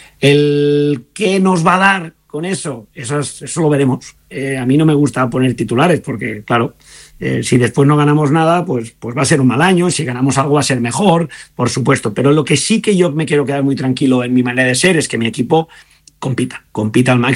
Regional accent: Granollers, Catalonia, Spain; en mi pueblo, en Granollers

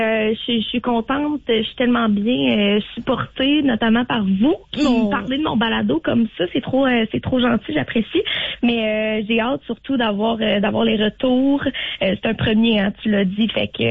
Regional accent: Lévis, Quebec, Canada; Moi, je viens de Lévis

